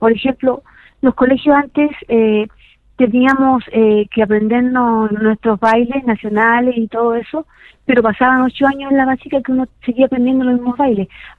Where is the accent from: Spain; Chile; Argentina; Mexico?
Chile; now in Arica, Chile; Una gran alegría como chilenos